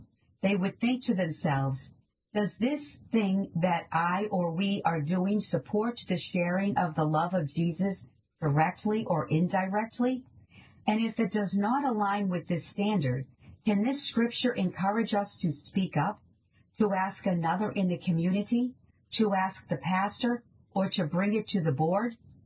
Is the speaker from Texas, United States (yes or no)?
no; Newburyport, Massachusetts, United States; now in Colorado, United States; New to Colorado, I was raised in Newburyport, where my relationship with the outdoors was formed. In a tiny house on Franklin Street, just steps away from the Merrimack River